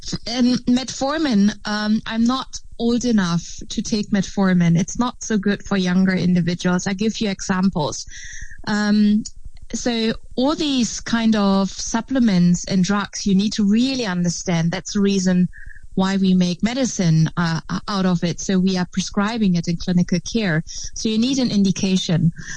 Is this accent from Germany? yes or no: yes; Germany; English is a second language; now in Netherlands